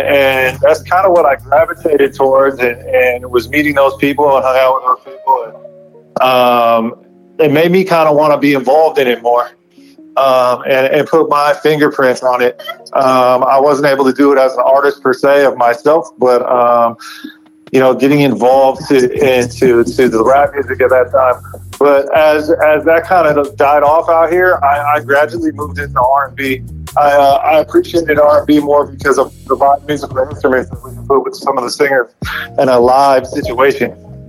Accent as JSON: {"language": "English", "area": "Bay Area", "region": "California", "country": "United States", "tie": "born or raised there", "said": "growing up in the Bay Area"}